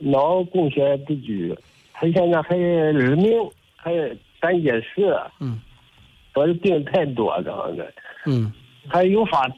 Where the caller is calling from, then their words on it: Zaozhuang, Shandong, China; 我是山东枣庄。